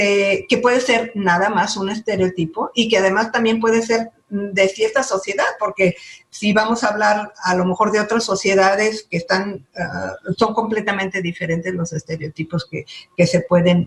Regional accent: Mexico; Acá en México no, en México sí seguimos manteniendo nuestros dos apellidos, ¿no? Entonces … ¿no? Entonces mi identidad como mujer, como mexicana

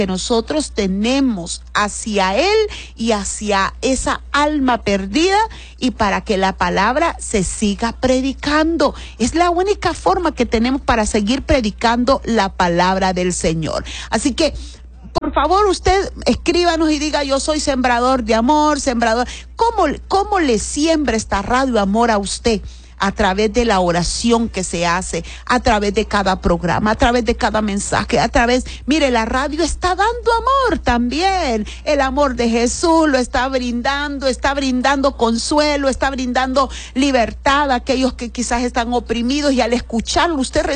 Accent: Honduras

